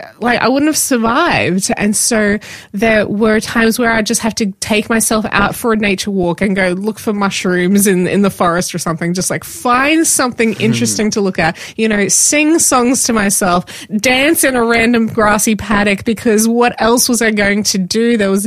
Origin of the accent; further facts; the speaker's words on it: Queensland, Australia; moved away; also born or lived in Melbourne; I'm a Queenslander, I need the warm sunshine.